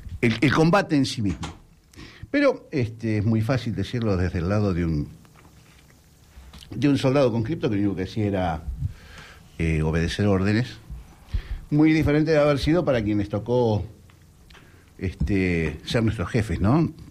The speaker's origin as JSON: {"language": "Spanish", "town": "Mar del Plata", "region": "Buenos Aires Province", "country": "Argentina", "tie": "born there", "said": "Yo nací en Mar del Plata."}